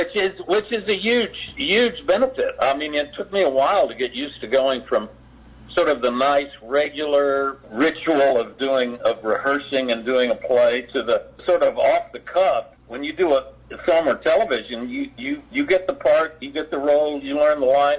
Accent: Memphis, Tennessee, United States; moved away; also born or lived in New York / Virginia / San Francisco; I'm from Memphis originally. I'm from the South, and if you're a Southerner, you're exposed to a lot of different Southern dialects. And I lived in New York. I lived in Virginia. I lived in San Francisco.

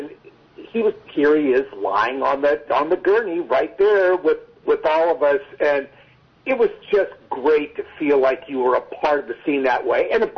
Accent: California, United States; And growing up in the Bay Area, to be able to watch that opening title every week and seeing those characters in places that were so well known to me

